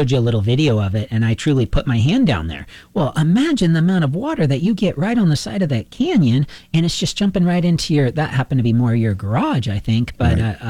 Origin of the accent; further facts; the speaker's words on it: Portugal; moved away; I was gone for 3 weeks on that trip to Portugal and see my hometown there.